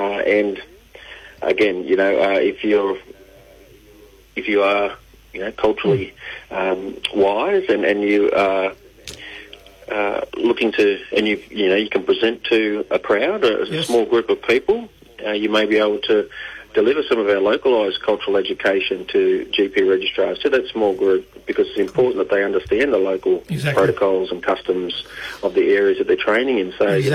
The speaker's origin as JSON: {"language": "English", "region": "New South Wales", "country": "Australia", "tie": "born or raised there", "said": "I'm a proud Warramai and Bundjalung man. I'm born and bred on Biripi country in the North Coast, New South Wales."}